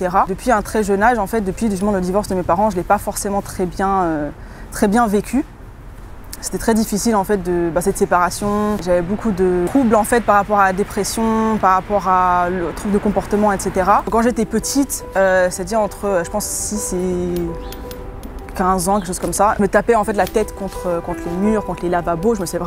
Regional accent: England, United Kingdom; born or raised there; also born or lived in Switzerland

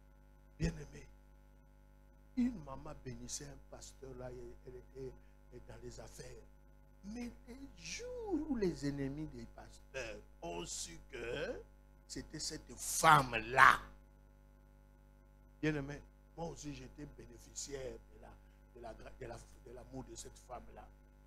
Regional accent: Kinshasa, DR Congo; chez nous, à Kinshasa, moi je suis de Kinshasa

